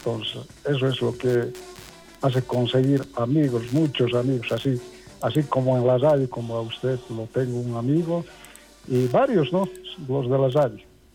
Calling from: Poopó Province, Oruro, Bolivia; somos de la Bajeña, junto a todos los provincianos de allá, de la comunidad, digamos, de Tonicorí, Tirí, Catar, y tantas comunidades ahí allá, por allá

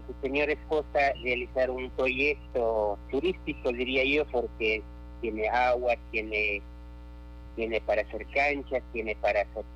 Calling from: Latacunga, Cotopaxi, Ecuador

